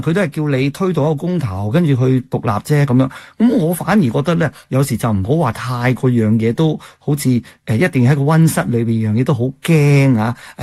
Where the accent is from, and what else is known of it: Canada